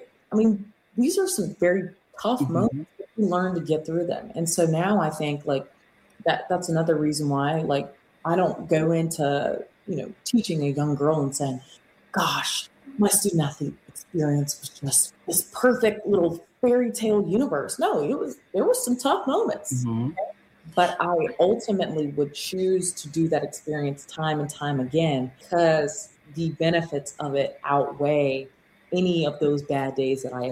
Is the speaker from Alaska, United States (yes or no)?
no; South Carolina, United States; moved away; I grew up in South Carolina.